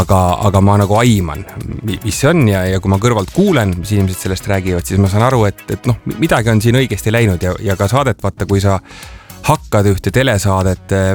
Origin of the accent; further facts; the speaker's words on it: Pärnu, Pärnu County, Estonia; Ma olen kasvanud Pärnu rannarajoonis.